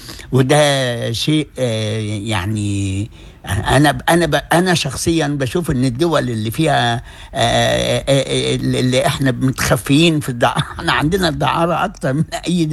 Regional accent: Egypt; now in Australia; عندنا في مصر

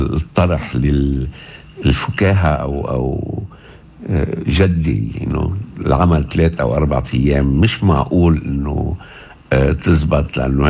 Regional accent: Lebanon; now in Australia; عندنا نحن بلبنان

